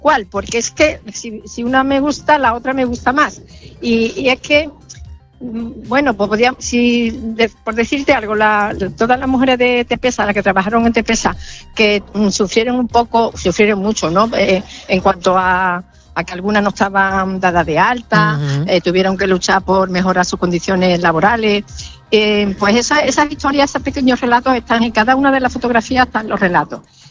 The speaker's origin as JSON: {"language": "Spanish", "town": "Bellavista", "country": "Spain", "tie": "born there", "said": "yo soy nacida aquí en Bellavista"}